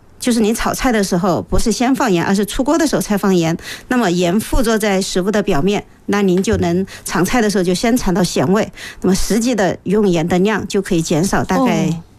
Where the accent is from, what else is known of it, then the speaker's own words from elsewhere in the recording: Yichang, Hubei, China; 我们宜昌人